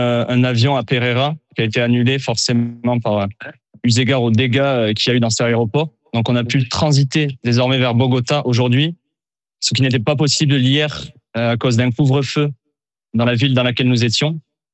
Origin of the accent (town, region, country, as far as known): France